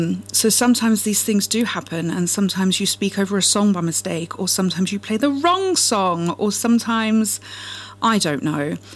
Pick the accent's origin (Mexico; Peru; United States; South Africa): South Africa; now in England; So I grew up on a farm in a place called Tilbach in the mountains in the middle of nowhere in South Africa.